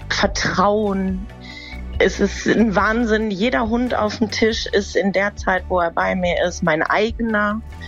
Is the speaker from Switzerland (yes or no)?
no; Gevelsberg, North Rhine-Westphalia, Germany; Ich komme aus Gevelsberg und arbeite in Sprockhövel-Haslinghausen als Hundefriseurin.